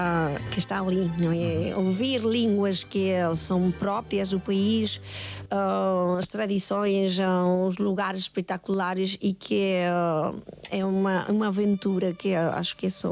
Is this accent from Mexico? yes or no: yes; Mexico; Portuguese is a second language; now in Portugal; Claro que sou mexicana e como muita comida mexicana, mas também no meu dia a dia é português, ou seja, eu faço os pratos portugueses.